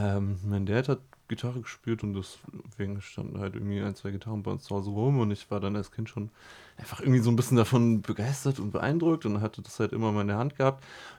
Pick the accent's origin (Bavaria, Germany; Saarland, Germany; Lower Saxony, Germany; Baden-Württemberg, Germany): Baden-Württemberg, Germany; Heidelberg; moved away; Ich komme so aus Heidelberg. Ich bin so dort und im Vorort ein bisschen so aufgewachsen.